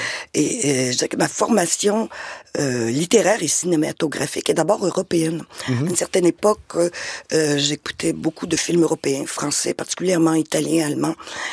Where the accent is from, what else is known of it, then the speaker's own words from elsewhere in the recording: Quebec, Canada; chez nous, au Québec